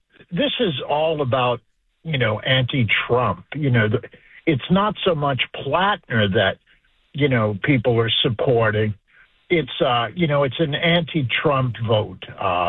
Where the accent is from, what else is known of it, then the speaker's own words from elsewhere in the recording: Maine, United States; You know, I'm from Maine, and, you know, this is the guy that's representing my state nationally.